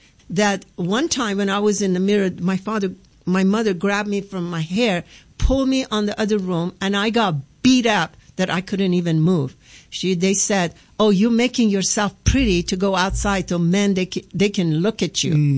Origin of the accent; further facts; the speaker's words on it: Iran; Well, I was born in an Islamic family. My father was a leader of a mosque.